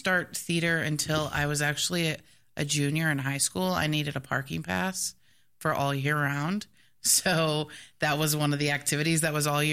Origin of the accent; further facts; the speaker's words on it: Philippines; So myself and the other creative producing director, Kevin Corpuz, we are both Filipino.